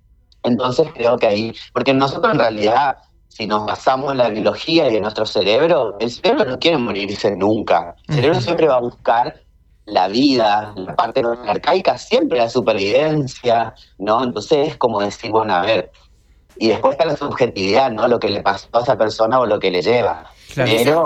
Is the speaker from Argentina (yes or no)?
yes; Resistencia, Chaco, Argentina; now in Chile; hace un año yo estoy viviendo en Chile, si bien no me desconecto, por supuesto, de donde yo soy, pero Sé que acá hay dispositivos, y seguramente en Corrientes también